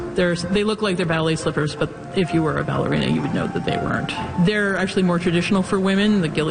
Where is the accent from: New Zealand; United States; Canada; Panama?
Canada; Vancouver, British Columbia; I grew up in Vancouver, and I started dancing as a child.